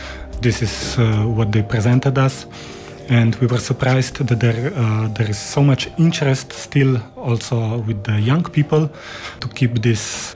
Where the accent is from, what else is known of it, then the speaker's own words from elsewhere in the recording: Slovenia; English is a second language; from Slovenia.